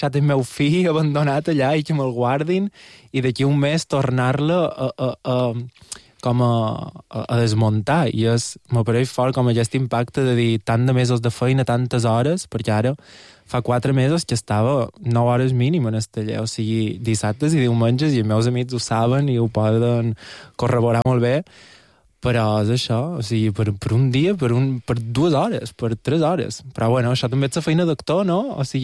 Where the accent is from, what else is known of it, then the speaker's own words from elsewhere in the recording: Porto Colom, Balearic Islands, Spain; Soc de Porto Colom i vaig molt a Saljà